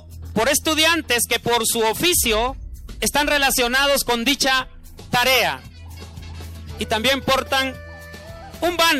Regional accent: Honduras; Honduras es rica, y cada uno de nosotros porque somos hondureños.

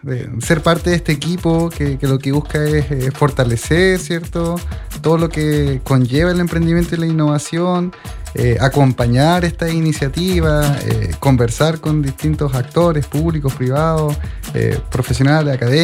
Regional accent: Queilén, Los Lagos, Chile; Pero es bonito estar acá en Chiloé. O sea, yo soy de Keilen. He estado en otras partes, pero es bonito estar desde acá levantando esta iniciativa

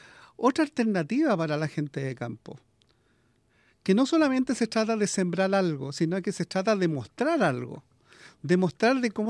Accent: Santiago, Santiago Metropolitan Region, Chile; yo que soy santiaguino de tomo y lomo

